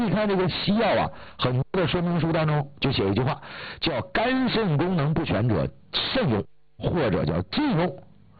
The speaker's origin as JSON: {"language": "Chinese", "region": "Northeast China", "country": "China", "tie": "born or raised there", "moved": "yes", "said": "以前是东北。生活土生土长的，家里也是炕，"}